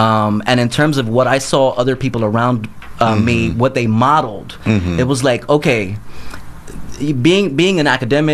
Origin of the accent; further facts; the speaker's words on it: New Jersey, United States; so I grew up in New Jersey. I'm a disabled Puerto Rican kid.